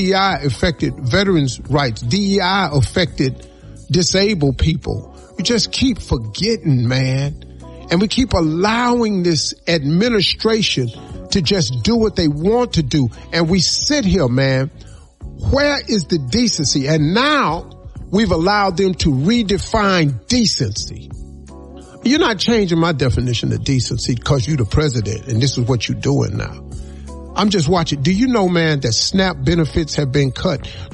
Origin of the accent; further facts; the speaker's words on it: Welch, West Virginia, United States; I grew up in Welch, West Virginia. I saw colored only water fountains. I saw colored only restrooms.